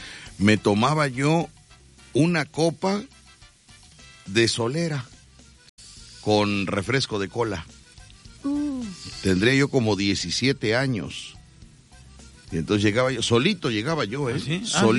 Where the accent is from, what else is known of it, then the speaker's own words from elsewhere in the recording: Veracruz, Mexico; Le digo, no, de Veracruz.